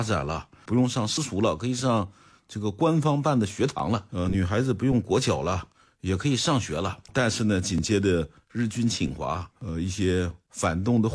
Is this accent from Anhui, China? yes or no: no; Pingyao, Shanxi, China; 尹尊党在我的老家平遥是算一个酷吏